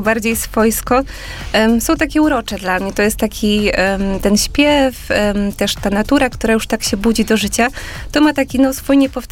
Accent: Warsaw, Masovian Voivodeship, Poland; jestem z Warszawy

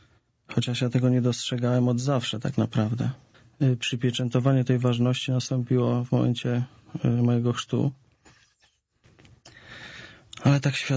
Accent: West Pomeranian Voivodeship, Poland; born or raised there

